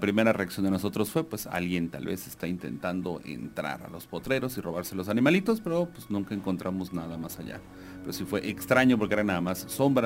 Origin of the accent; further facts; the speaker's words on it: La Trinitaria, Chiapas, Mexico; yo soy originario de La Trinitaria